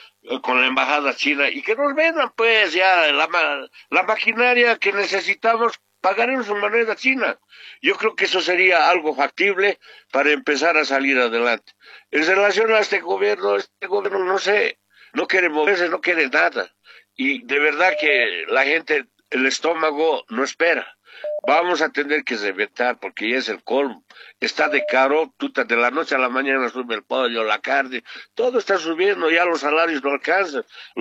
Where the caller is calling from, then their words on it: La Paz, Bolivia; Hablo de la ciudad de La Paz.